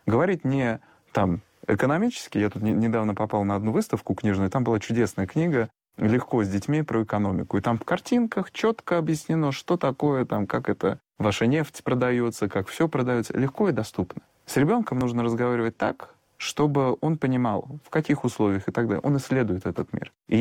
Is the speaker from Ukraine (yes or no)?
no; Russia; born there; там я родился в РФССР, то есть 90-е годы, я помню это все